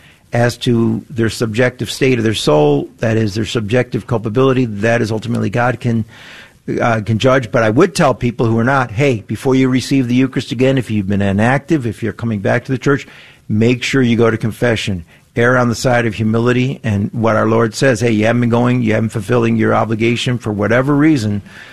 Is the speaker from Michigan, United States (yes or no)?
yes; Detroit, Michigan, United States; I'm from Detroit.